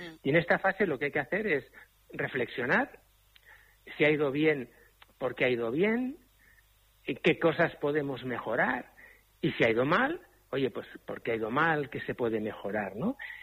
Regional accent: Cuenca, Castilla-La Mancha, Spain; moved away; en mi tierra, en Cuenca.

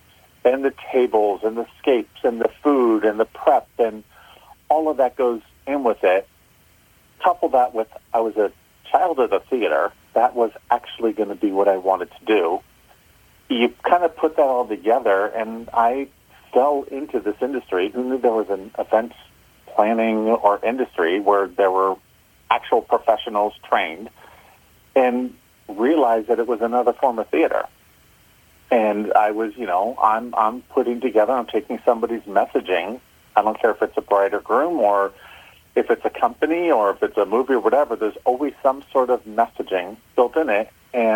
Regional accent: San Francisco, California, United States; On paper, I grew up in San Francisco. On paper, born and raised San Francisco. I think I'm one of the last remaining seven.

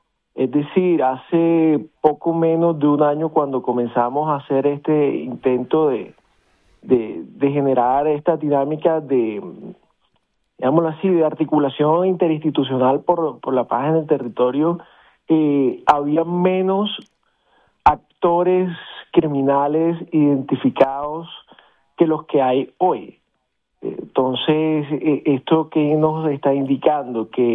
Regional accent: Barranquilla, Atlántico, Colombia; Yo, como barranquillero que vivo en la ciudad, que crecí en Barranquilla, que amo mi ciudad

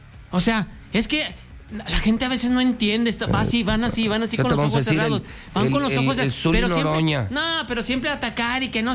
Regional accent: Oaxaca, Mexico; yo soy oaxaqueño

